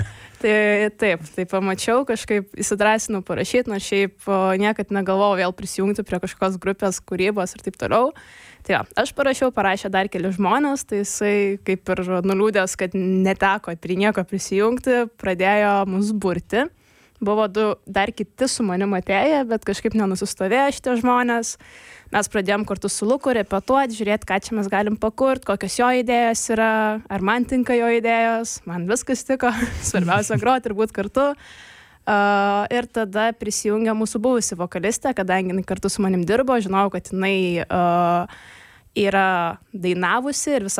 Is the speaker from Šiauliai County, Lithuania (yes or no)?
yes; Radviliškis, Šiauliai County, Lithuania; Taip, mes esam patys iš Radviliškio